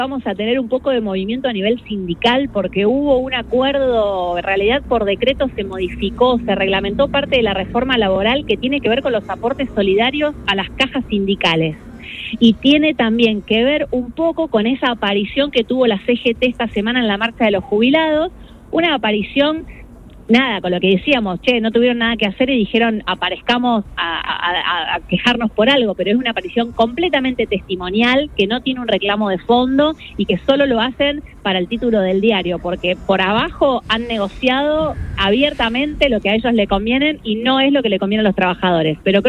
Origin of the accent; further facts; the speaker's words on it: Argentina; a nosotros como argentinos